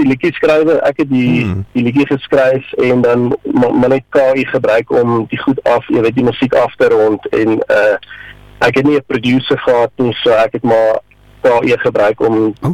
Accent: Switzerland; Afrikaans is a second language; now in South Africa; ek is gebore in Switserland, het daar groot geword, en toe emigreer ons Suid-Afrika toe, en lang story kort, het ek maar Afrikaanse vrou leer ken, en maar sy het niks Engels gepraat nie, so ek moes maar vinnig Afrikaans leer.

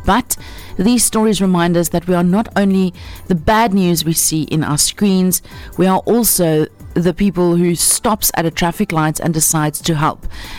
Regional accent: South Africa; And maybe that's one of the greatest things about being South African.

